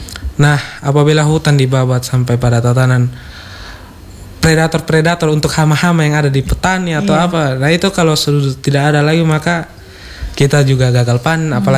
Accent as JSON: {"language": "Indonesian", "region": "East Nusa Tenggara", "country": "Indonesia"}